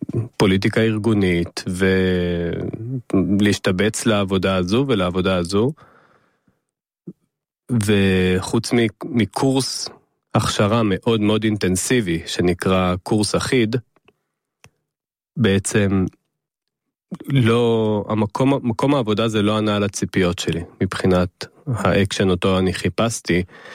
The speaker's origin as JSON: {"language": "Hebrew", "region": "Southern District", "country": "Israel", "also_born_or_lived": "Jerusalem", "moved": "yes", "lives_now": "Ramat Gan, Israel", "said": "במקור אני מהדרום, חייתי הרבה מאוד, כמה שנים בירושלים"}